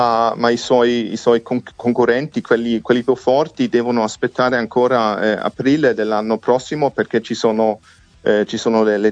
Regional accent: Bavaria, Germany; moved away; della Baviera, da dove vengo io

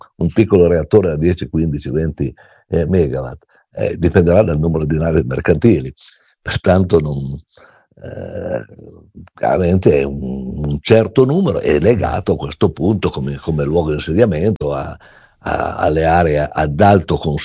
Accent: Piedmont, Italy; io sono piemontese, la mia regione vive con energia, con elettroni che arrivano da centrali nucleari, quelle francesi

